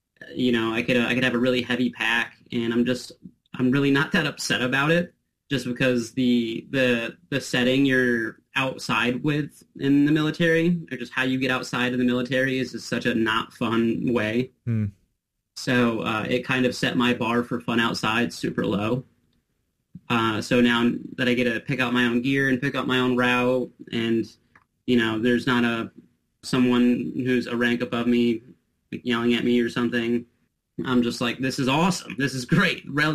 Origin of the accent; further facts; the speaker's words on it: Alaska, United States; To give some context, I was born in Alaska. I'm from Alaska. But my family moved around a lot.